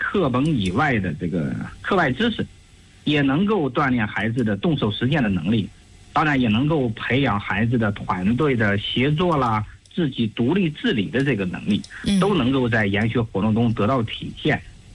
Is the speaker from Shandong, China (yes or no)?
no; Zhangjiakou, Hebei, China; 我们张家口